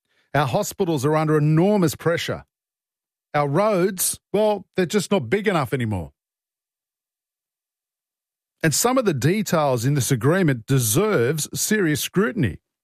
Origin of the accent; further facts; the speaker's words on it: Australia; Can we, as Australian taxpayers, can we get some receipts?